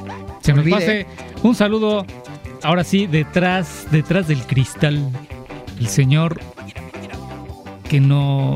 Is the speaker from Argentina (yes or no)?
no; Mexico